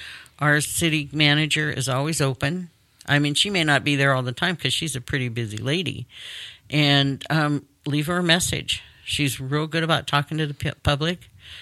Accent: Rio Vista, California, United States; because I wanted to go to one of my hometown Rio Vista meetings

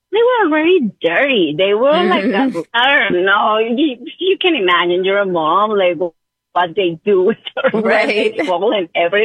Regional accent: Mexico; accent: Mexican; moved away as an adult; Well, my background, you can hear from my accent, like my husband says, I speak like Sofia Vergara. I'm from Mexico.

